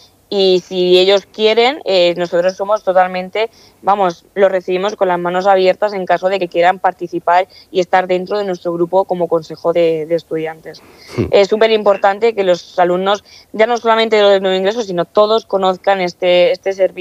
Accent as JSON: {"language": "Spanish", "region": "Castilla-La Mancha", "country": "Spain", "said": "yo no soy de Cartagena, de hecho yo soy de un pueblito, de un pueblo de Ciudad Real, de Castilla-La Mancha, y para mí fue un cambio bastante drástico."}